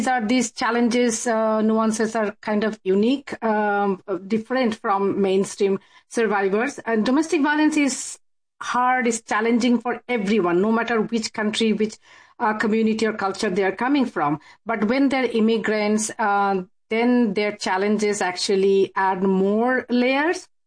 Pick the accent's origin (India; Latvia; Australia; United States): India; moved away as an adult; I came from India about 30 years ago, and I've been associated with Maitri for over 15 years now.